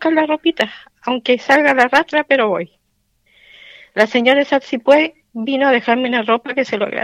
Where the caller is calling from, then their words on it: Malloa, O'Higgins, Chile; Yo estoy llamando de acá, del lado de Santa Inés de Malloa.